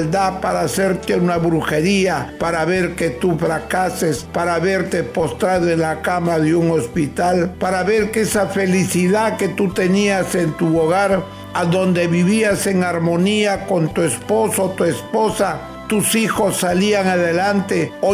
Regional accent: northern Peru, Peru; como buen norteño que soy.

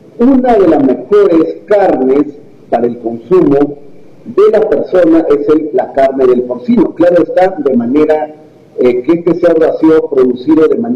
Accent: Selva Central, Peru; nosotros, quienes somos aquí de Selva Central

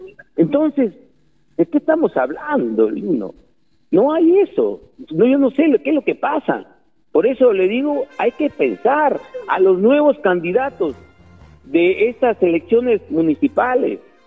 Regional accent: San Pablo de Escurre, Lambayeque, Peru; born there; yo vivo, que yo he nacido en San Pablo de Escurre, y no me avergüenzo de decir donde yo nací.

